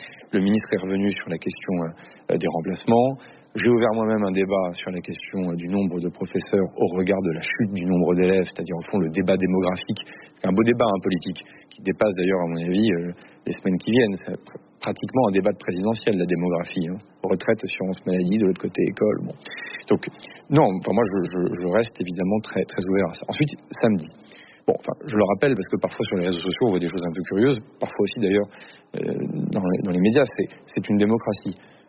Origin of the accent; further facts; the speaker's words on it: Vernon, Normandy, France; Moi, le week-end, je suis dans la ville dans laquelle je suis élu, dans laquelle j'ai grandi, à Vernon, dans l'Eure.